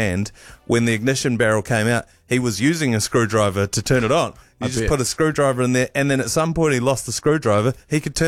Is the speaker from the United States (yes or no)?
no; New Zealand; I feel like it's a rite of passage as a Kiwi to own a Toyota Corolla at some point in your life.